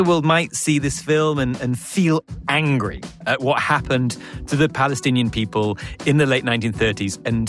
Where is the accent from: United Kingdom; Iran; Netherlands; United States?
United Kingdom; This is Austrian Radio. I'm British.